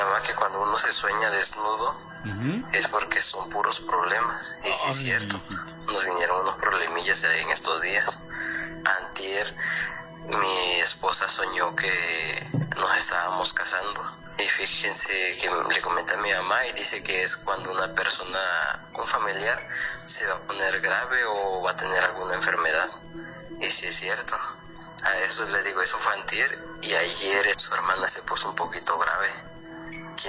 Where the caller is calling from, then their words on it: Tecuanapa, Guerrero, Mexico; Soy … de Tecuandapa, Guerrero